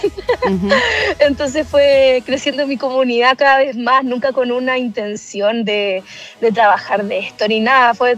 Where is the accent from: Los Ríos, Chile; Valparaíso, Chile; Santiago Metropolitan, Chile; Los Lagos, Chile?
Los Ríos, Chile; Valdivia; yo soy de región, pues yo soy de Valdivia